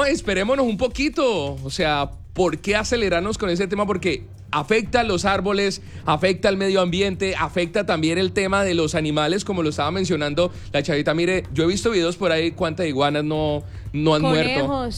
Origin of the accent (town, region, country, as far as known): Colombia